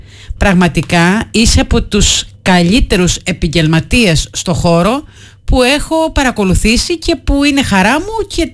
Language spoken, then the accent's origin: Greek; Crete, Greece; Είμαι Κρητικιά, είμαι από νησί, δεν θα μπορούσα να ζήσω ποτέ κάπου που δεν έχει θάλασσα